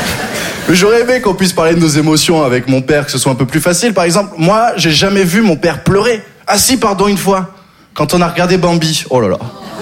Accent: Occitanie, France; Je viens du sud, j'ai grandi dans le Gard.

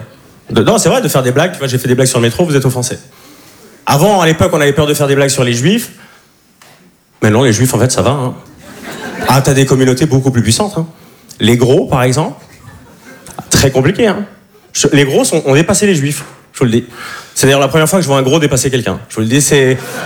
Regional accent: Switzerland; now in Paris, France

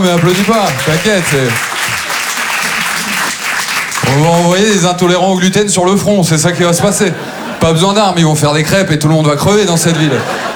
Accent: Maubeuge, Hauts-de-France, France; born or raised there

